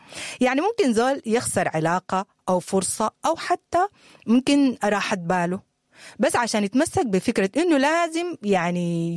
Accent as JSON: {"language": "Arabic", "country": "Sudan"}